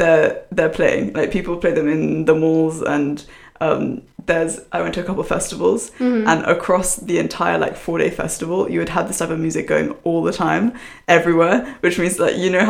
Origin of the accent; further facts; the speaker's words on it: South Africa; moved away; also born or lived in Eswatini; And I am from South Africa and was living in Eswatini for the last couple of years.